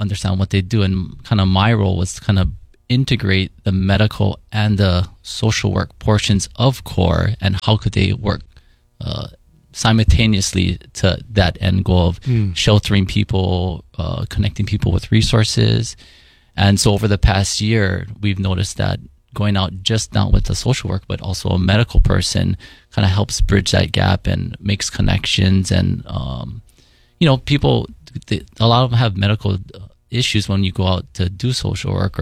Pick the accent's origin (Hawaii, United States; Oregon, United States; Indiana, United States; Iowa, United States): Hawaii, United States; Honolulu; So I'm born and raised in Hawaii. I grew up in Hawaii Kai. I went to Kaiser.